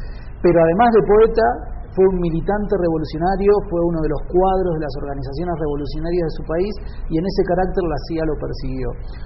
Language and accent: Spanish; Argentina; soy argentino, escritor, investigador. Estoy aquí en Guatemala